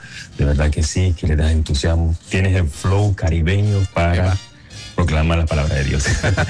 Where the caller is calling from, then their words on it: Montreal, Quebec, Canada; Saludos de Montreal, Canadá.